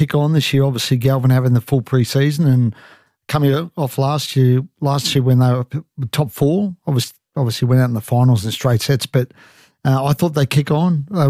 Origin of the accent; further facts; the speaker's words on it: Queensland, Australia; And I'm a Queenslander, and the Maroon thing just confuses me a little bit.